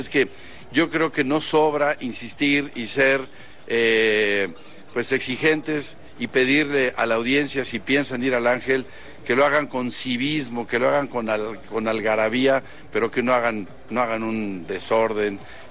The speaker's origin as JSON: {"language": "Spanish", "country": "Mexico"}